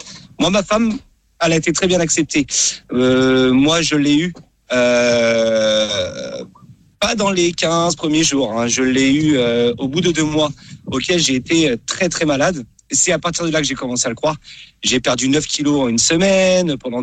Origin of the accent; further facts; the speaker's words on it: Nantes, Pays de la Loire, France; Moi, je suis nantais de base